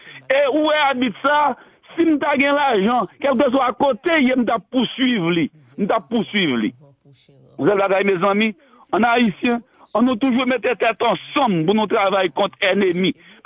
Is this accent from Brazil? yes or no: no; Haiti; je suis haïtien et tout. Il faut qu'on ait. Que le monde entier contre nous